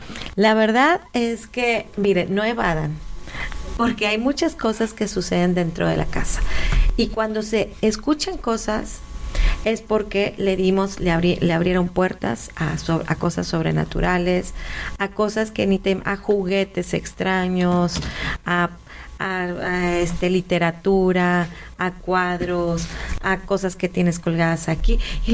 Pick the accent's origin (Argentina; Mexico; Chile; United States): Mexico; Monterrey, Nuevo León; Regia, así como mexicana.